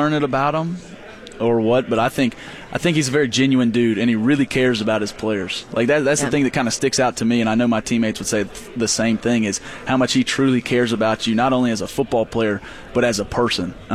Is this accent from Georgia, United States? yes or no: yes; Watkinsville, Georgia, United States; moved away as an adult; So I grew up in Watkinsville, just south of Athens.